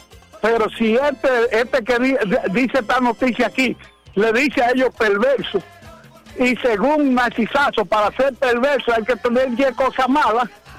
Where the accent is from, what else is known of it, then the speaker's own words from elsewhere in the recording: Esperanza, Valverde, Dominican Republic; now in United States; Y estudié en Esperanza. Nací en Esperanza, me bautizaron en Esperanza, me crié en Esperanza. Y ahora dicen ellos, que son los que saben, dicen que yo nací en Vicente Noble.